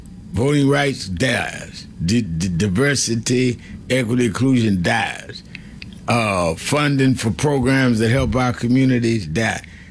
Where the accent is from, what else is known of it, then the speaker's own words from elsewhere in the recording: Brooklyn, New York, United States; because that's home, Brooklyn, New York